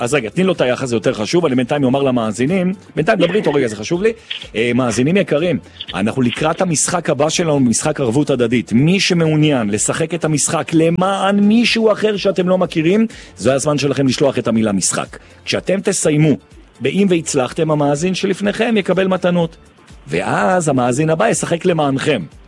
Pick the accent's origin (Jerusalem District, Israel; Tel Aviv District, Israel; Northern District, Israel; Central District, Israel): Jerusalem District, Israel; Jerusalem; גם אני ירושלמי בכלל.